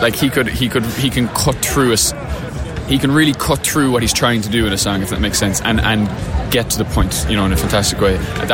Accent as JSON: {"language": "English", "country": "Ireland", "also_born_or_lived": "Manchester", "moved": "as an adult", "said": "I'm from Ireland, but I moved to Manchester when I was 18 to go to university there."}